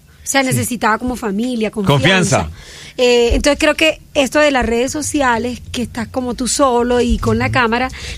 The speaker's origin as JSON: {"language": "Spanish", "town": "Lorica", "region": "Córdoba", "country": "Colombia", "tie": "born or raised there", "said": "mi querida y amada Lorica"}